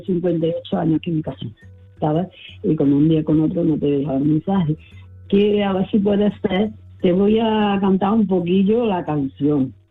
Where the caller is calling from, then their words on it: Córdoba, Andalusia, Spain; Buenas tardes, mira … de Córdoba.